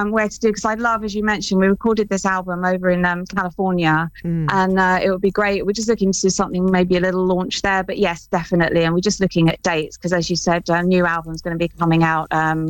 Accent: London, United Kingdom; also born or lived in New York; I'm from North London

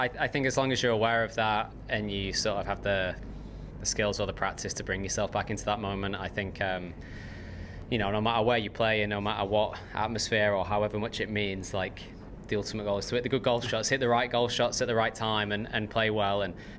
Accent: Southport, North West England, United Kingdom; coming to my hometown

